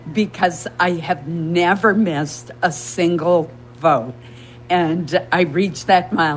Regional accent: Caribou, Maine, United States; I was born in Caribou, and that makes me a county girl, and once a county girl, always a county girl.

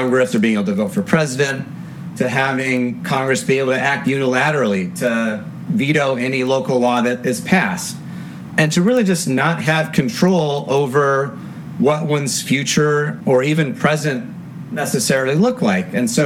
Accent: Guam; I guess similar to yourself, I say, oh, I'm from Guam.

